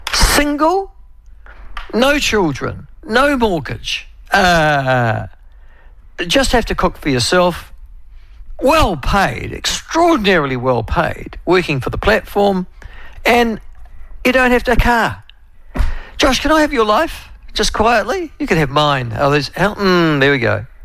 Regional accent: Timaru, Canterbury, New Zealand; now in Bangkok, Thailand; Loving the memories you've drawn out of the ether on Oamaru, as I was brought up in Timaru.

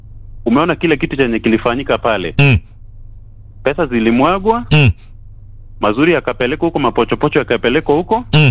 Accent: Nyamira County, Kenya; ni huko nyumbani kwetu Borabu.

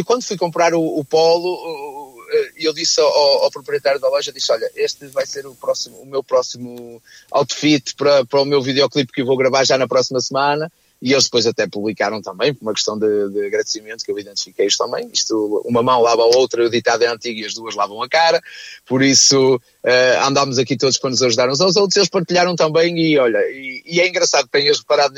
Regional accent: Paredes, Norte, Portugal; eu sou de Paredes, como o auditório sabe

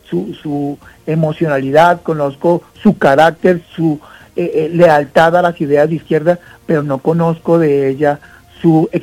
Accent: Colombia; A mí me da mucho temor, a mí como colombiano me da mucho temor que a Iván Cepeda le pase algo

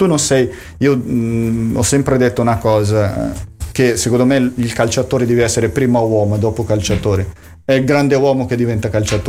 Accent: Brazil; now in Sardinia, Italy; noi veniamo dal Brasile

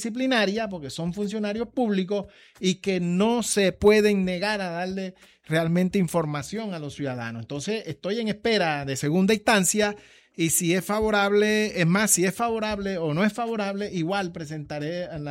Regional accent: Cartagena, Bolívar, Colombia; somos nosotros, los cartageneros

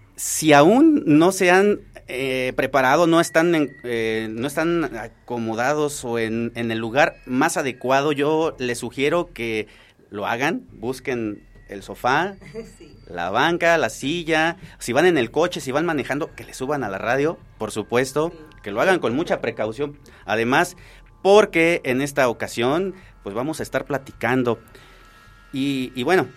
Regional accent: Mexico; qué orgullo como mexicanos de ver que personas como ustedes destaquen

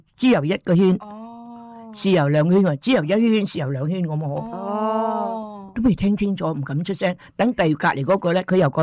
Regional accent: Guangdong, China; now in Australia; 我哋广东人

